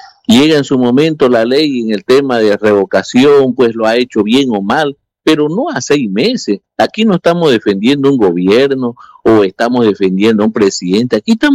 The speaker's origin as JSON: {"language": "Spanish", "country": "Bolivia"}